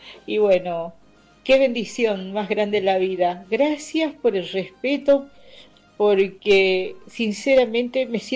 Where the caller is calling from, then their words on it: Jujuy, Argentina; Les saludo desde la provincia de Jujuy.